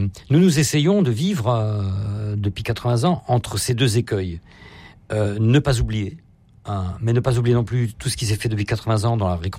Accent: Strasbourg, Grand Est, France; je suis strasbourgeois, donc en Alsace, nous avons le seul camp de concentration qui a été construit en France

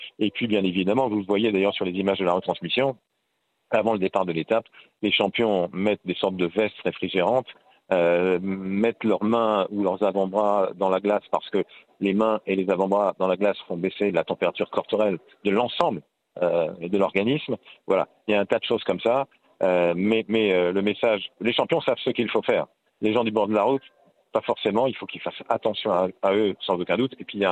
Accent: Paris, Île-de-France, France; also born or lived in Alsace; même si je suis un Parisien originaire d'Alsace.

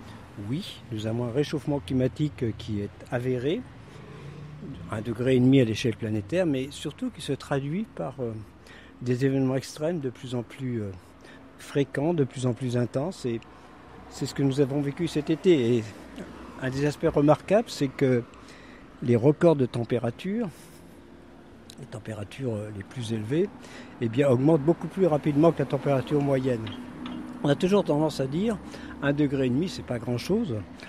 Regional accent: Janzé, Brittany, France; Mes parents étaient agriculteurs, donc je suis né à Janzé, donc une ville qui à l'époque avait 4500 habitants, maintenant il y en a 9000.

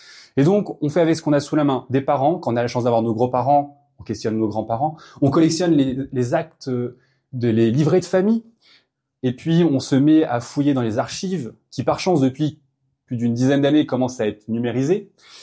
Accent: Pau, Nouvelle-Aquitaine, France; born there; Mon père est né en Moselle, mon grand-père est né en Moselle, d'où tout là-haut les cuissons de la Moselle. Et moi, je suis né à Pau.

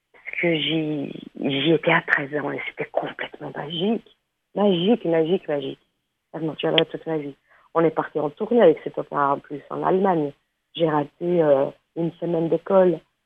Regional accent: Thessaloniki, Central Macedonia, Greece; et petite fille de réfugiés. Donc, la moitié de la ville de Thessalonique, ou même plus que la moitié, nous sommes tous des Grecs d'Asie mineure.

